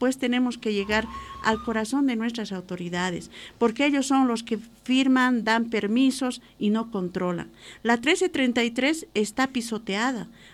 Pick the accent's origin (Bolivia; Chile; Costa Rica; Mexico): Bolivia; Poopó, Oruro; soy de Popó, venimos también de Oruro